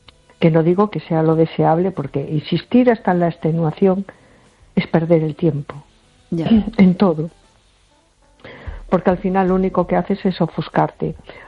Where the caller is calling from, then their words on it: A Coruña, Galicia, Spain; de Coruña.